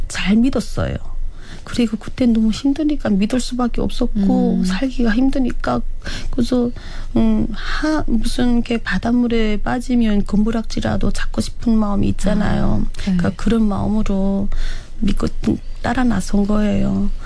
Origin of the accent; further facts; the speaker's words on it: Hwanghae, North Korea; moved away as an adult; now in South Korea; 남한 정착 8개월 차인 황해도가 고향인